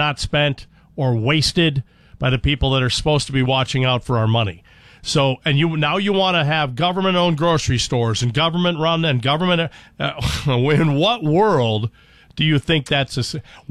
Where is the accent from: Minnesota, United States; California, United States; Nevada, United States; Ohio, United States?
California, United States; San Diego; Good morning, gang. I grew up in San Diego. If we lived within a mile of the school, you walked.